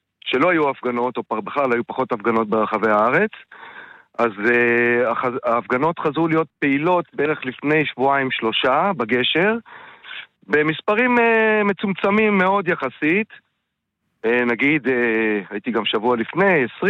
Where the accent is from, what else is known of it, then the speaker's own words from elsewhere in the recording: Kibbutz Dalia, Haifa District, Israel; אני מקיבוץ דליה.